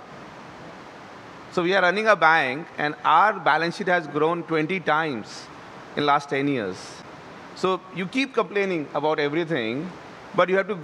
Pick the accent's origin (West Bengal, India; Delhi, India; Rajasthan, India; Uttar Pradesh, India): Rajasthan, India; like I am from Rajasthan, right? And Rajasthan population is close to 8 crore.